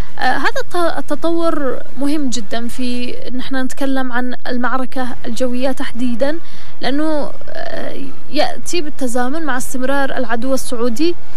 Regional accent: Yemen; بالنسبة لنا إحنا كيمنيين

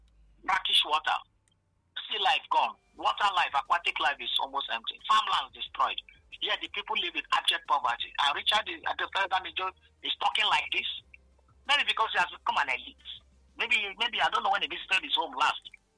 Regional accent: Warri, Delta, Nigeria; I grew up in Warri.

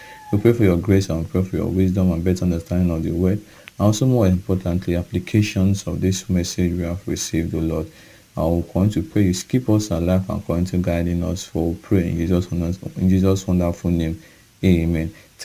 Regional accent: Okada, Edo, Nigeria

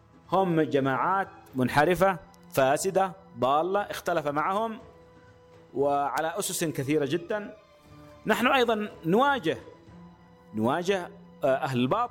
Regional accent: Yemen; وهذا ما يحتم علينا كيمنيين أن نعود إليه

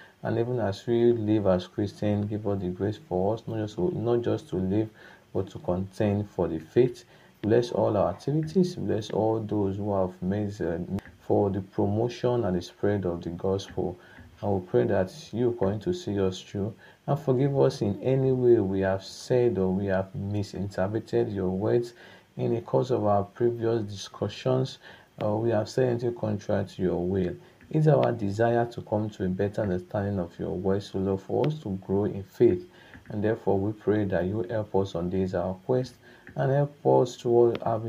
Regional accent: Okada, Edo, Nigeria; from Okada Town, Edo State, Nigeria.

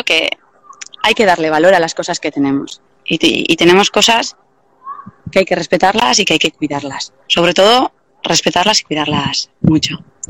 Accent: Deba, Basque Country, Spain; born there

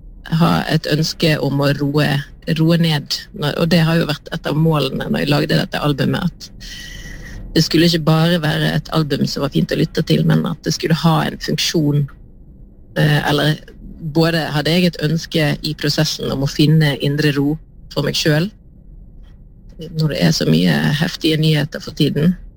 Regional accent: Austevoll, Vestland, Norway; Jeg er oppvokst i Austevoll utenfor Bergen, ute i havgapet.

